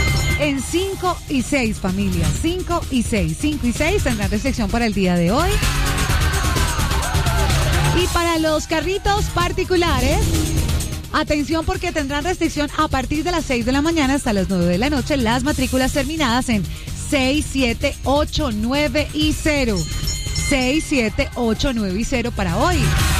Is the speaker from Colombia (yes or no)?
yes; Colombia